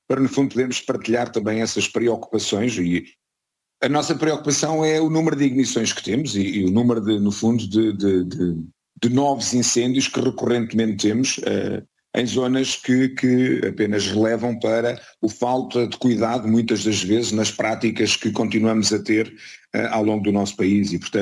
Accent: Portugal; enquanto cidadãos, enquanto portugueses

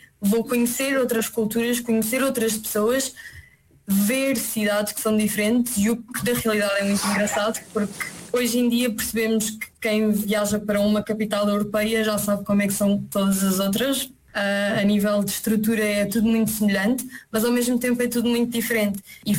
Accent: Portugal; acho que sempre percebi que existia uma realidade muito diferente daquilo que nós estávamos habituados a crescer em Portugal.

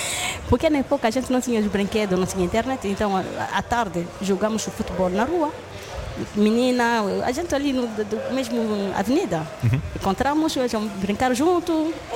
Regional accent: Équateur, DR Congo; Portuguese is a second language; moved away as an adult; now in Portugal; eu sou do norte, Equateur

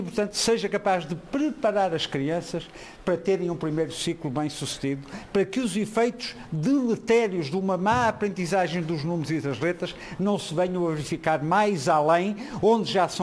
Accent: Porto, Norte, Portugal; Eu que sou do Porto, sou também de uma cidade de bairros.

